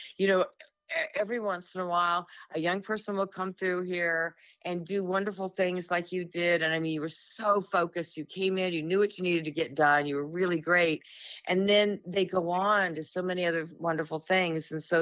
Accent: Brawley, California, United States; also born or lived in Yuma, Arizona; I was born in Yuma, Arizona, and I was raised in a very small agricultural town, Brawley, California, in the Imperial Valley on the inland tip of California.

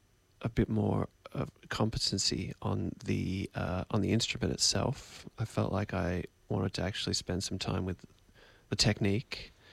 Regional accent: Geelong, Victoria, Australia; back in my hometown.

